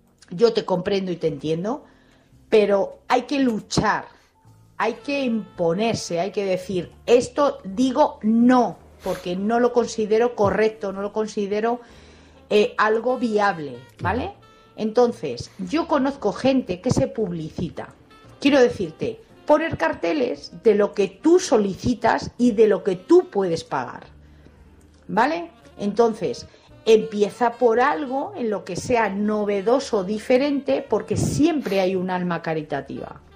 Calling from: Madrid, Community of Madrid, Spain; de Madrid.

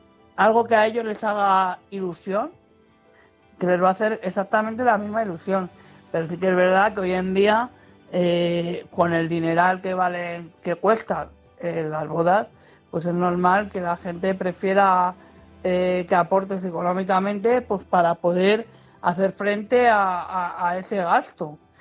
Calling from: Madrid, Community of Madrid, Spain; de Madrid.

